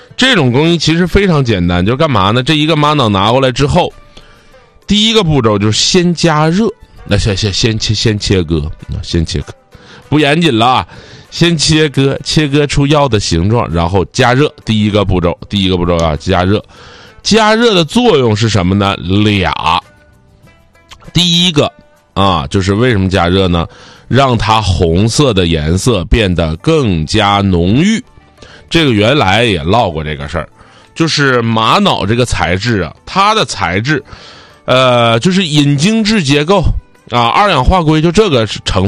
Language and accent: Chinese; Northeast China, China; 我们东北都叫扫色